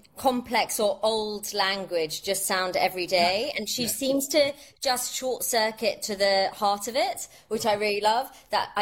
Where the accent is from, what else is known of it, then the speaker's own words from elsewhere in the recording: London, United Kingdom; I'm born and brought up in London. My parents are Indian. So I often describe myself as a Londoner with Indian blood.